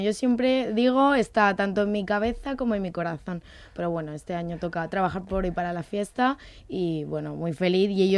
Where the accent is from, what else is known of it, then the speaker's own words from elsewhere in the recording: Alicante, Valencian Community, Spain; que no me vean solo como una bella del FOC, sino como una alicantina más